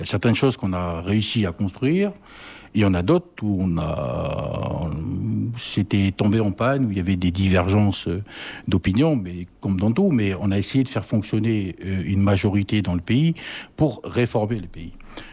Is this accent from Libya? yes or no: no; Thio, South Province, New Caledonia; born there; moved away as an adult; also born or lived in Nouméa